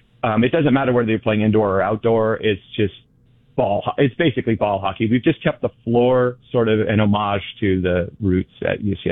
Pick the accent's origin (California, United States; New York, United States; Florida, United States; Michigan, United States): California, United States; Bay Area; now in San Diego, United States; I'm from the Bay Area originally, so I'm a Giants fan.